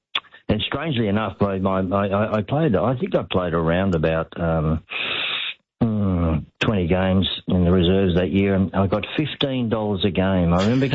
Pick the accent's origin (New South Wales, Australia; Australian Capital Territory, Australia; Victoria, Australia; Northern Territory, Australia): Victoria, Australia; Box Hill; I just turned up and said, here I am, I come from Box Hill, and I want to have a crack at this.